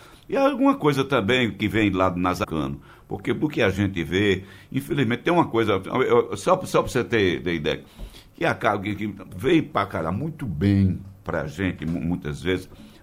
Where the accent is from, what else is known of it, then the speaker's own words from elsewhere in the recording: Recife, Pernambuco, Brazil; É um orgulho muito grande que eu sinto, não como pernambucano, mas como cidadão recifense, a manutenção da cultura aqui do Recife.